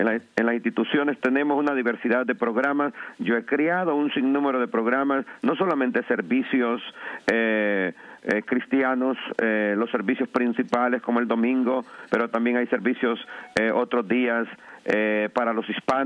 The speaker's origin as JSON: {"language": "Spanish", "town": "La Ceiba", "region": "Atlántida", "country": "Honduras", "tie": "born or raised there", "moved": "yes", "lives_now": "New York, United States", "said": "soy natural de Honduras, del bello puerto de La Ceiba."}